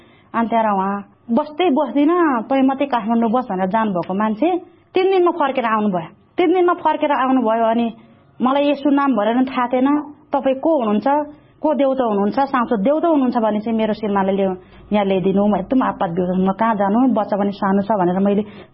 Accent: Kathmandu, Bagmati, Nepal; also born or lived in Hetauda; म गेसिमली मण्डलीको हुँ। मेरो घर हेटौडा मकनपुर जिल्ला पर्दछ। मैले चाहिँ प्रभुलाई कसरी चिनेको भनेदेखि, म पहिले सानैदेखि नै काठमाडौँ बस्थेँ

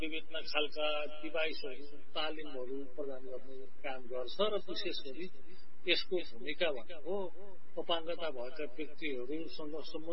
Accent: Dhading, Bagmati, Nepal; also born or lived in Kathmandu; now in Pokhara, Nepal; मेरो खास घर चाहिँ धादिङ हो, म अहिले पोखरा बस्छु र बाल्यकाल धादिङतिरै बित्यो, त्यसपछि काठमाडौँमा पढियो, पछि जागिरको सिलसिलामा पोखरा आयो

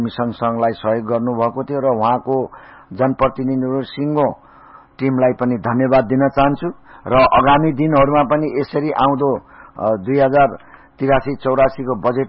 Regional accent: Tilottama, Lumbini Province, Nepal; म यहीँको बासिन्दा तिलोतमा नगरपालिका 15 को बासिन्दा भएको हुनाले

